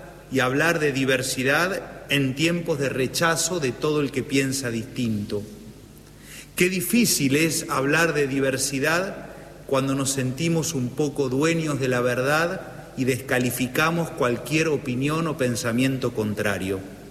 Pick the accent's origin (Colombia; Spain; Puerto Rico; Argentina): Argentina; porque de algún modo tenemos que tomar conciencia también que como pueblo argentino somos nación.